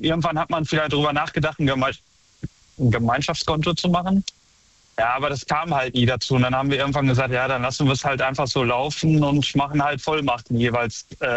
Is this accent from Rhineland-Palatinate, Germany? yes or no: no; Unna, North Rhine-Westphalia, Germany; Ja, ich komme aus Unna, das ist bei Dortmund.